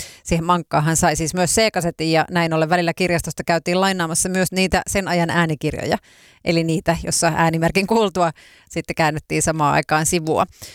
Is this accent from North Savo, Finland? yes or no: no; Kaskinen, Ostrobothnia, Finland; Myös mun lapsuudessani Kaskisissa, silloin aikanaan 80-90-luvun taitteessa, niin radio oli.